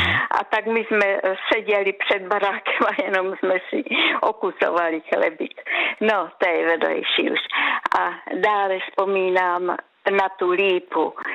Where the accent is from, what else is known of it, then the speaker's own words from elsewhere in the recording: Senica, Trnava Region, Slovakia; moved away; pocházím z vesnice, ze Senice